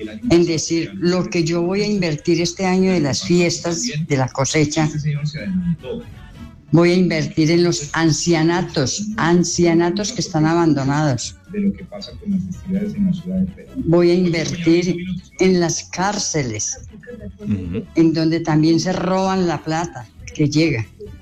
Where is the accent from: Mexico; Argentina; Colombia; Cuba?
Colombia; Cartago, Valle del Cauca; now in Pereira, Colombia; Porque pues doy gracias a Dios de que Pereira me abrió las puertas hace 28 años, que yo llegué de Cartago Valle para acá.